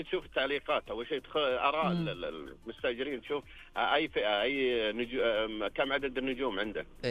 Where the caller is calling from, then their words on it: Riyadh, Riyadh Province, Saudi Arabia; من الرياض الله يعافيك.